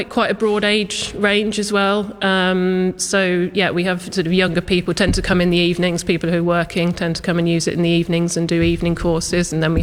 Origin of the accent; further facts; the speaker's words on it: Wellingborough, East Midlands, United Kingdom; I'm from Wellingborough myself, so I don't know this area that well